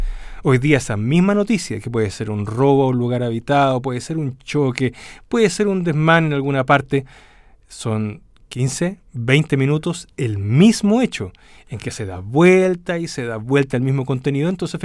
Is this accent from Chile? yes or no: yes; Chile; somos el país de América Latina que tiene la mayor percepción de inseguridad y de miedo